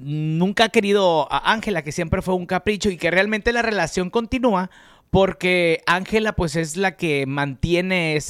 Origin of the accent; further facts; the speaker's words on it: Mexico; En Estados Unidos nos representa muy bien como mexicanos.